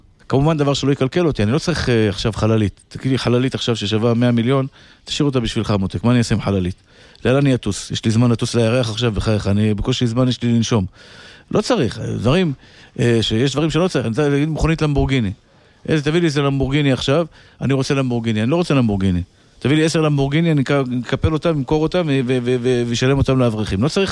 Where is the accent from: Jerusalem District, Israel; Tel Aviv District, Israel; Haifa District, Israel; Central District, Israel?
Tel Aviv District, Israel; Tel Aviv; born there; אני תמיד זוכר מאיפה באתי. נולדתי בשכונת התקווה. בית מאוד קטן.